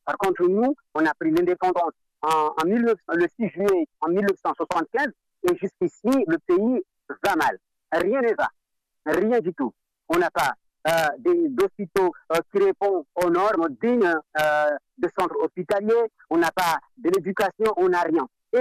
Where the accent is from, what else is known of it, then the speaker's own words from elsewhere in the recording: Mohéli, Comoros; born there; moi je suis né à Moueli, mais j'ai un cousin qui habite à Mayotte